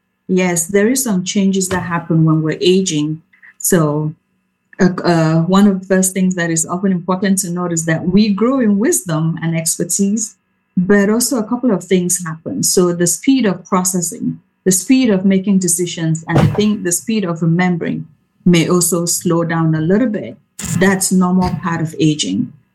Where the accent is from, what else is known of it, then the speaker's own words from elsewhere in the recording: Cameroon; moved away as an adult; now in United States; I am born and raised in Cameroon, came to the U.S. for higher education and then stayed.